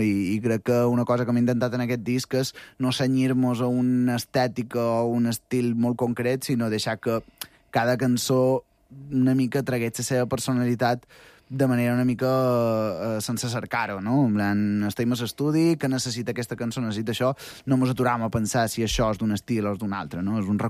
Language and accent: Catalan; Santa Maria del Camí, Balearic Islands, Spain; jo que sóc de Santa Maria